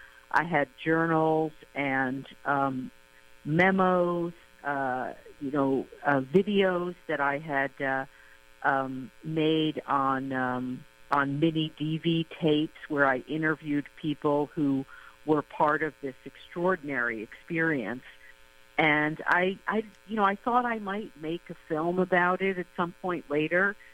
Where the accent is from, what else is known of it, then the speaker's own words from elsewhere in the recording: United States; I went there the first time when I was 22 years old as an American foreign exchange student.